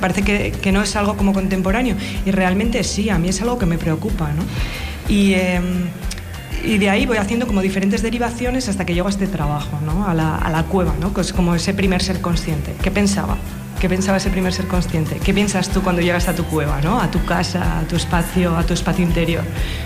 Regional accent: Navarre, Spain; porque yo soy de Navarra, y entonces ahí hay mucha cueva también.

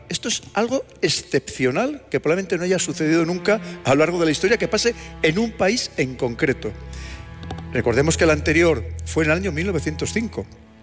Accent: León, Castile and León, Spain; Yo soy de León, como bien es conocido, y León dice que es uno de los sitios donde mejor se va a poder observar el eclipse.

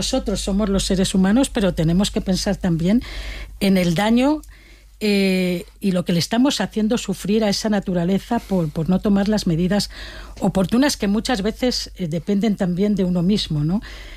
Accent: Valencian Community, Spain; Yo he vivido muchas danas, soy valenciana y es algo común en el otoño.

